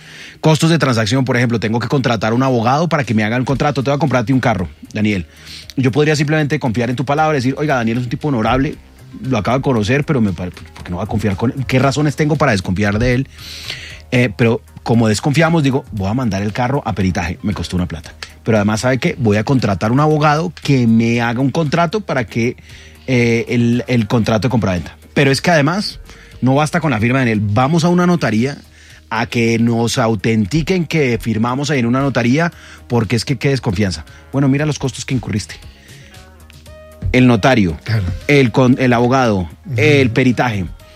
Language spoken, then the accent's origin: Spanish; Colombia; Y ahí es donde, como colombianos, tenemos que hacer un cambio de mentalidad